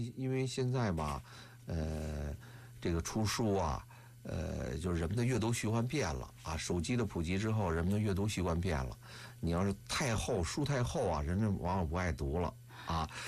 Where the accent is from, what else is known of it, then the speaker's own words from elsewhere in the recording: Beijing, China; 我作为一个老北京人